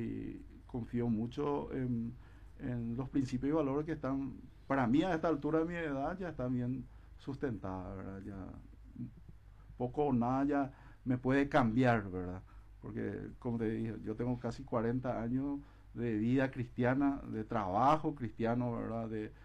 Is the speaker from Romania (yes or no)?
no; Ciudad del Este, Alto Paraná, Paraguay; born there; Yo nací en Ciudad del Este, nací en Ciudad del Este, de 85.